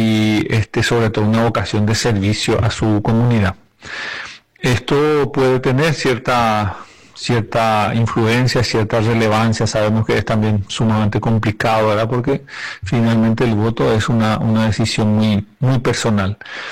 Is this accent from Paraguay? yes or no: yes; Paraguay; now in Alicante, Spain; como paraguayo en el exterior